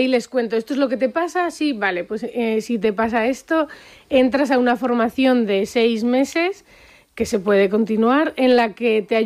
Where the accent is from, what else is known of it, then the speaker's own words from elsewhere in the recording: Leciñena, Aragon, Spain; Porque en mi pueblo a las chicas se les llama galán, galana.